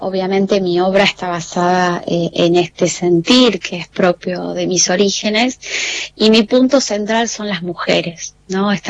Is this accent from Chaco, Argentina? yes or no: no; La Plata, Buenos Aires Province, Argentina; born there; moved away as an adult; also born or lived in Huancayo, Peru; now in Río Negro, Argentina; yo, como ustedes saben, nací en Perú. Viví casi hasta los 5 o 6 años en Huancayo, que es la parte central del Perú, los Andes centrales. Nací a 4.000 metros de altura del mar. Y bueno, después por una cuestión de vida, familia, situaciones de mis viejos, nos instalamos en La Plata.